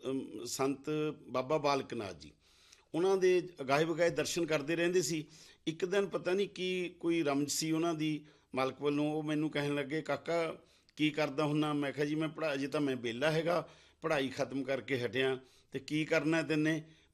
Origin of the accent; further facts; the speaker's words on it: Patiala district, Punjab, India; ਮੇਰਾ ਜਨਮ ਪਿੰਡ ਮੰਡੌਰ ਤਹਿਸੀਲ ਨਾਭਾ ਜ਼ਿਲ੍ਹਾ ਪਟਿਆਲਾ ਵਿੱਚ ਹੋਇਆ ਸੀ।